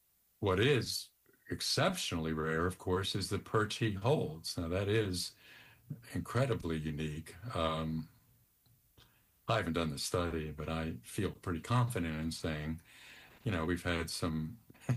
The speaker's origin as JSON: {"language": "English", "country": "United States", "tie": "born or raised there", "said": "I grew up in Washington."}